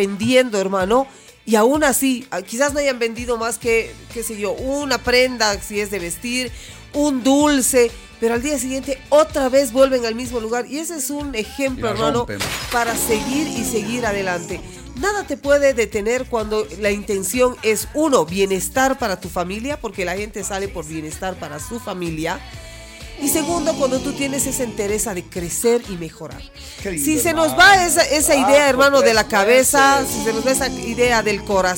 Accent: Bolivia; así somos todos los bolivianos, hermano.

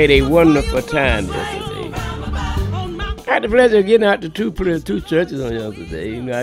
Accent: Pittview, Alabama, United States; now in Fort Myers, United States; And for your people listening up around my hometown of Pittview, Alabama.

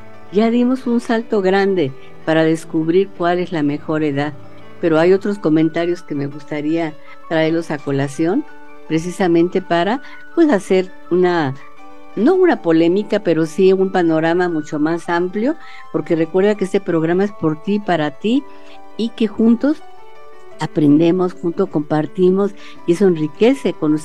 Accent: Mexico

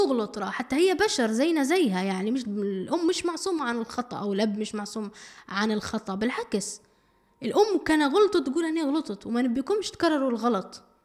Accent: Libya; احنا كليبيين وناس بيتية وأهل ومتربيين تربية سليمة وتربية صحية

